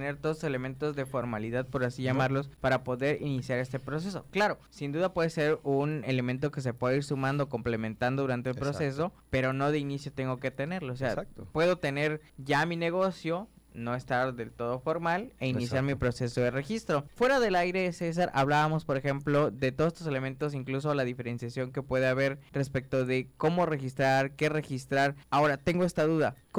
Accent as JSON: {"language": "Spanish", "country": "Mexico", "said": "como mexicanos creo yo"}